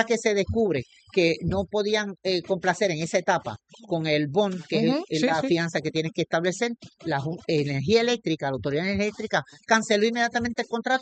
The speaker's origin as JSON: {"language": "Spanish", "country": "Puerto Rico", "said": "Yo lo lamento como puertorriqueña"}